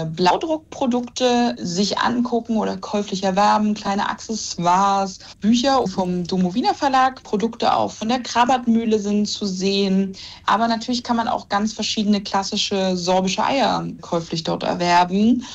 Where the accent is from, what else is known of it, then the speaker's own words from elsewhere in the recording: Kromlau, Brandenburg, Germany; Also ich komme selber aus Kromlau. Mit sorbischen Ostereiern bin ich auch groß geworden.